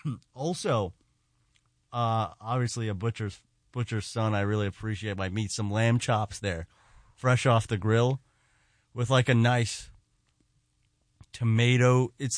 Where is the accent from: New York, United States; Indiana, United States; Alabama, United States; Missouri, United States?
New York, United States; Queens; It was awesome. So both my parents are immigrants from Eastern Europe. My mom is from Ukraine. My dad is from former Yugoslavia, Serbia, but like Romanian heritage before that.